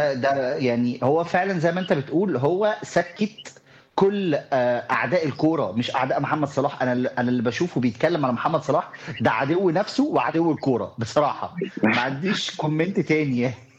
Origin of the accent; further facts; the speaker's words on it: Egypt; بلدنا مصر